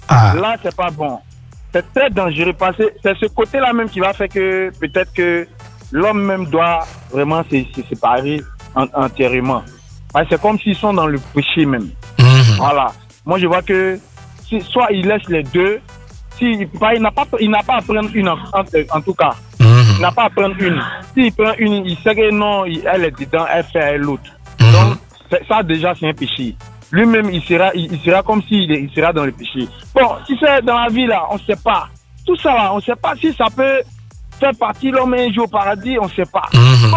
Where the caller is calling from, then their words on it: Abidjan, Côte d’Ivoire; J'habite à Yopougon.